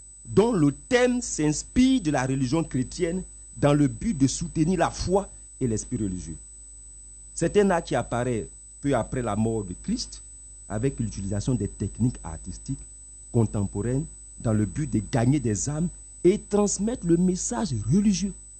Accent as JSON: {"language": "French", "country": "Côte d’Ivoire", "said": "Moi, ici, africain, je suis ivoirien."}